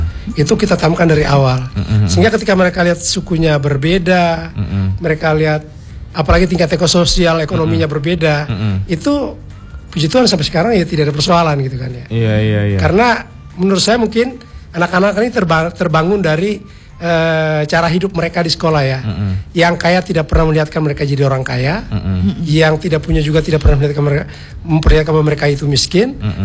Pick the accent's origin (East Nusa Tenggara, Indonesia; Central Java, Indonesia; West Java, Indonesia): East Nusa Tenggara, Indonesia; moved away as an adult; now in Lampung, Indonesia; Ya, kalau keberagaman saya asli Flores ya. Saya 28 tahun di Lampung.